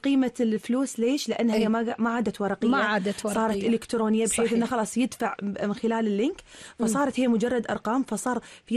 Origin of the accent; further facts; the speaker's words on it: Kuwait; عندنا في الكويت